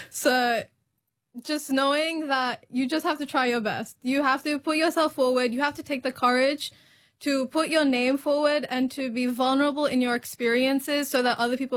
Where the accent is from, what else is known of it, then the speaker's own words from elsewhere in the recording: Australia; I grew up in Australia knowing that I was very privileged to live this life and to have citizenship that protects me